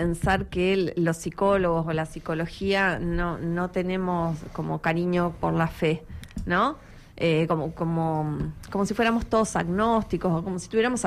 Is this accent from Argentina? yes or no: yes; Argentina; creo que somos todos argentinos.